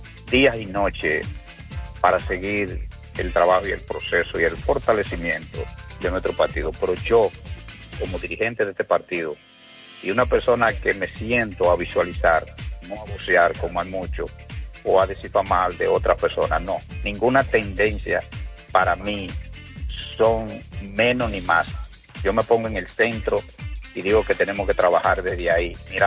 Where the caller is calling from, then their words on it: Moca, Espaillat, Dominican Republic; mi pueblo mocano